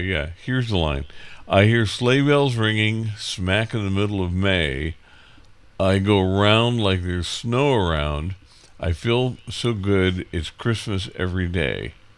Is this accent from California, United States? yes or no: yes; California, United States; now in Boise, Idaho, United States; growing up on the Central California coast.